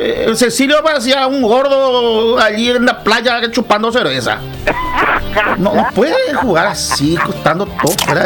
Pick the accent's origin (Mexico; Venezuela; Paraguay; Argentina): Paraguay; como paraguayos que somos